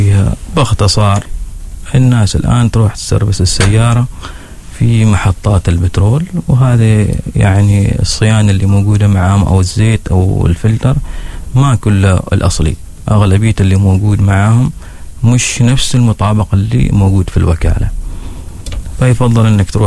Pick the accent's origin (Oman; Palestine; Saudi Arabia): Oman; فنحن كعمانيين ما شاء الله فول زيد أساس أنه هذاك العامل ما عنده مشكلة